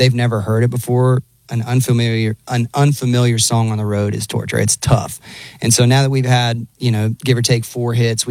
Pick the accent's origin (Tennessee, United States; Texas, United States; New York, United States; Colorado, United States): Texas, United States; I love it, man. Growing up in Texas is kind of in your bones.